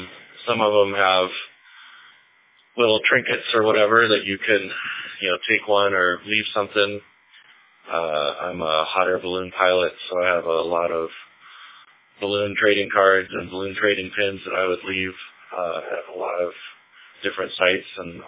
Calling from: Riverton, Wyoming, United States

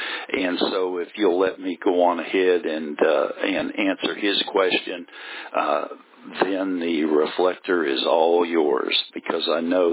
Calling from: Austin, Texas, United States; in Austin, Texas.

